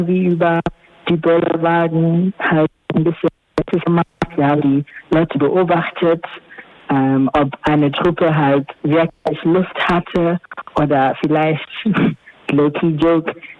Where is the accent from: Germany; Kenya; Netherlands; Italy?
Kenya; moved away; Ich komme aus Kenia